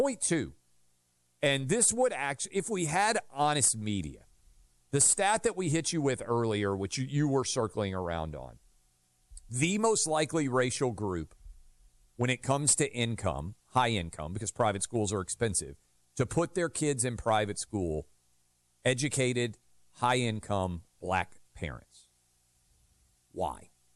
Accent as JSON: {"language": "English", "town": "New York City", "region": "New York", "country": "United States", "tie": "born or raised there", "said": "This is where growing up in New York City"}